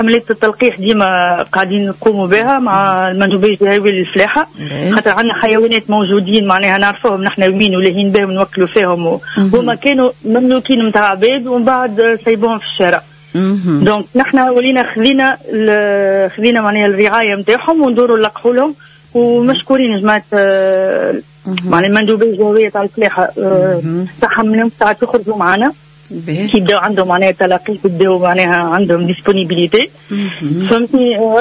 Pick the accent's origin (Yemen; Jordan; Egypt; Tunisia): Tunisia